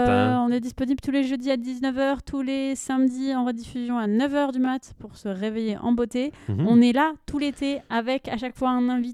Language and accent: French; France; moved away as an adult; now in Canada; Enfin, chez moi, là où j'ai grandi, c'est mieux qu'ici.